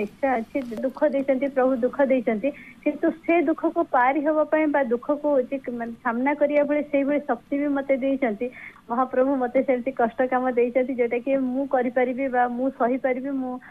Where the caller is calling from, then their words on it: Bhubaneswar, Odisha, India; ଭୁବନେଶ୍ୱରରୁ କହୁଛି।